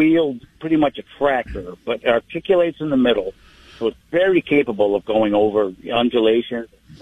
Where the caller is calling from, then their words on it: Maine, United States; I'm a long-time listener, and I know Howie pretty well. I'm from Maine